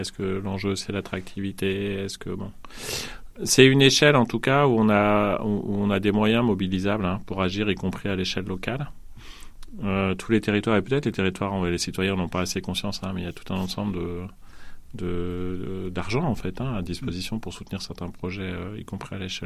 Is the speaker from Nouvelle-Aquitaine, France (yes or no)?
yes; Poitiers, Nouvelle-Aquitaine, France; born there; J'appartiens au territoire où je suis né, à Poitiers, à peut-être à la région, au département, et puis au pays, et à l'Europe et au monde.